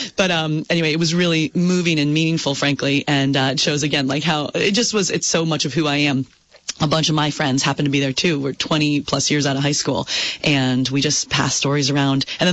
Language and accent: English; Newbury, Vermont, United States; I grew up in Newbury, Vermont, a little town on the Connecticut River